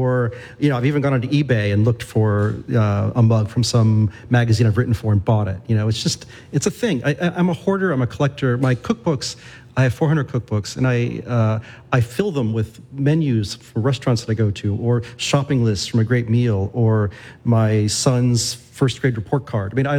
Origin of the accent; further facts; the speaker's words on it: Florida, United States; growing up in Florida where, you know, we were a middle-class family.